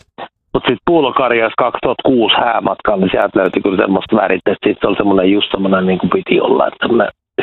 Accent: Lahti, Päijänne Tavastia, Finland; moved away as an adult; now in Korja, Kouvola, Finland; En, mä oon Lahdesta kotosi, että 2003 muutin tänne Kouvolaan ja kiersin koko Kouvolaan ympäri ja sitten asetuttiin perheen kanssa tähän Korjalle 2016.

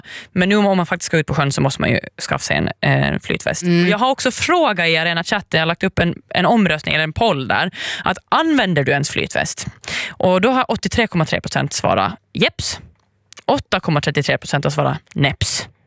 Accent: Åland, Finland; för jag kommer ju från Åland.

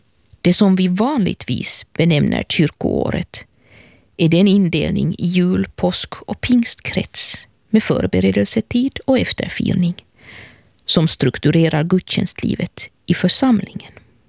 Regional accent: Helsinki, Uusimaa, Finland; och jag är från Helsingfors.

